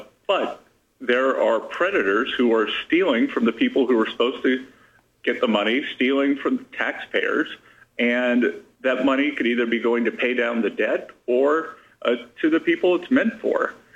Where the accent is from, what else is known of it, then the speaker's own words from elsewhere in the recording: Little River, South Carolina, United States; moved away; also born or lived in Conway, South Carolina; Conway was a big city. I was born in Conway. I grew up on Little River. So, you know, Conway is a gateway to Myrtle Beach.